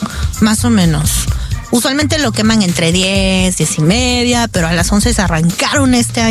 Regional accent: Capulálpam de Méndez, Oaxaca, Mexico; born there; moved away

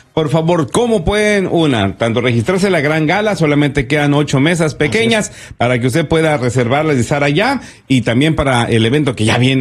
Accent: Oaxaca, Mexico; yo soy del estado de Oaxaca y ahí en mi tierra abundan los colibríes

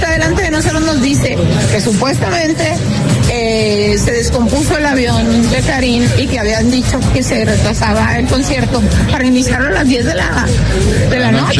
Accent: Chihuahua, Mexico

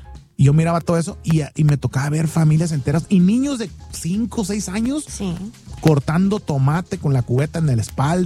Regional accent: Guasave, Sinaloa, Mexico; now in United States; la gente que ha escuchado sabe que soy de Sinaloa.

